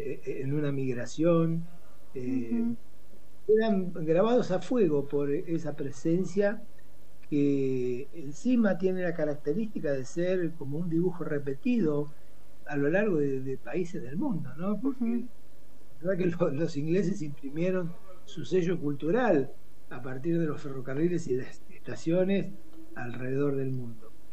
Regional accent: Argentina; lo que somos los argentinos, los latinoamericanos

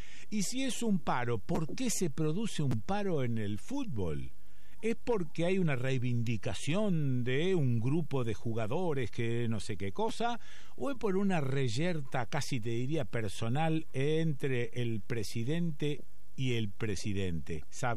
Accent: Rosario, Santa Fe, Argentina; born there; Soy de Rosario Central, nací en la ciudad de Rosario.

